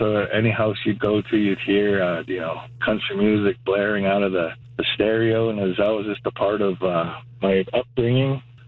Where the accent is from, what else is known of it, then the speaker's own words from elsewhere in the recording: Cluny, Alberta, Canada; I'm from Siksika Nation, Alberta, southern Alberta. It's we're the second largest reserve in Canada. It's, I grew up on the east side, a little place called Clooney, Alberta.